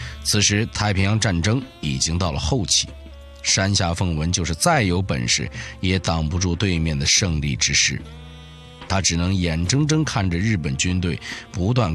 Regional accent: China; 我们中国人

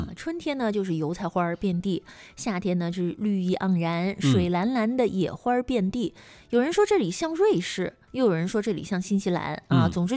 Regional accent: Northeast China, China; 这就是我们东北的丹东啊。

